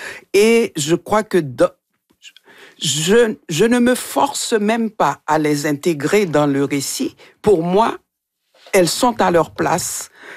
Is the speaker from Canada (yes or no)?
no; Haiti; moved away; Ça fait longtemps que j'ai quitté Haïti.